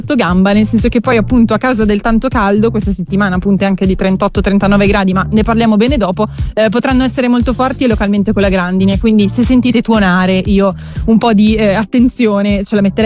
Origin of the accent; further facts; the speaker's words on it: Calabria, Italy; mio paese, la Calabria.